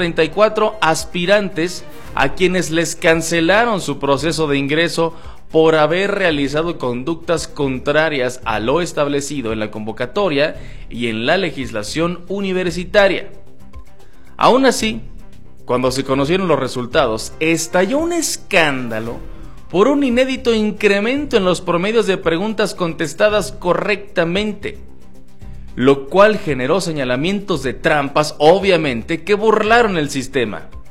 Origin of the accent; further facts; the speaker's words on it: Mexico; somos mexicanos